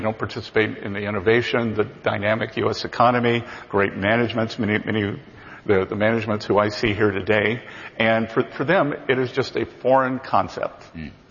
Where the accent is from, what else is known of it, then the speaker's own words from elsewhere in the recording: South Carolina, United States; Look, I was a kid from South Carolina, a small town, and I was growing up, I just knew something bad happened on Wall Street in 1929.